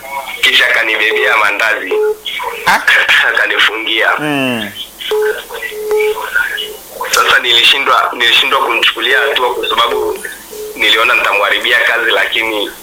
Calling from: Marangu, Kilimanjaro, Tanzania; natokea mkoani Kilimanjaro.

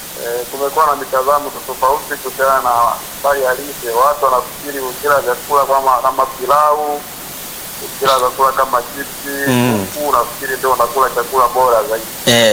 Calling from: Kisarawe, Pwani, Tanzania; natokea Kisarawe.

